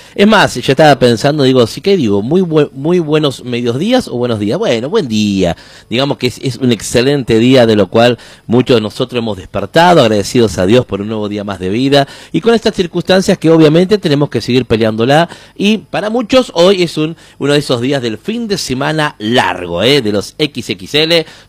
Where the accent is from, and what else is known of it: Argentina